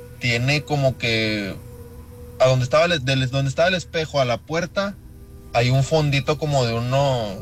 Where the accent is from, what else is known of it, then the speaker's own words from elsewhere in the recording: Santa Catarina, Nuevo León, Mexico; Cuando de recién me mudé para esa casa, no nos gustaba estar ahí, ¿verdad? Yo crecí en Santa y era de que cada fin de semana nos veníamos a Santa, acá al barrio donde habíamos crecido